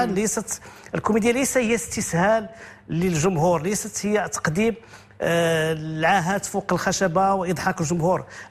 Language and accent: Arabic; Meknes, Fès-Meknès, Morocco; اخترت مكناس لأنها مدينتي